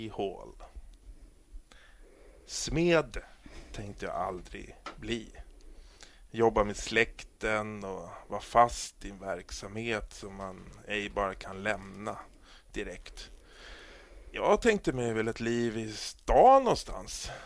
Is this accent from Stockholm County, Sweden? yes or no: yes; Vira, Stockholm County, Sweden; Smedjan låg ett stenkast från vårt hus och vi lämnade inte Vira så ofta.